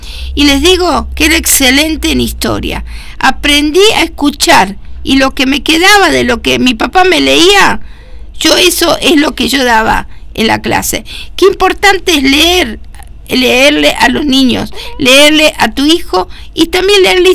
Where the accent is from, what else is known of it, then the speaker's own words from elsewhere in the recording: Argentina; nosotros como argentinos